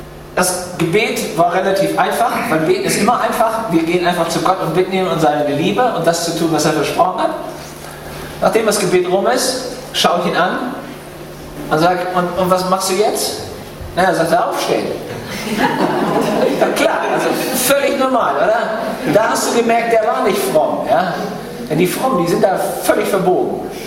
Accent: Schleswig-Holstein, Germany; ich bin ja in Schleswig-Holstein aufgewachsen, was man immer noch an der Stimme hört und auch am Slang.

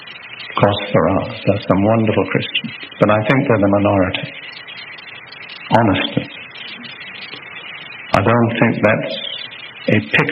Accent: United Kingdom; now in United States; I have three citizenships. I'm an unusual person. I'm a British citizen by birth. I'm a naturalized American citizen. But I'm a citizen of the Kingdom of Heaven.

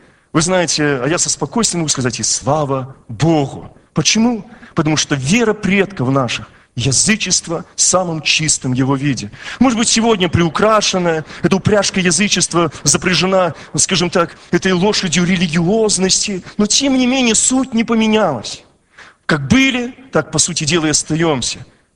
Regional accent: Belarus; Я рад тому, что я белорус, я живу здесь, на этой земле. Может быть, я не умею совсем чисто говорить на белорусской мове

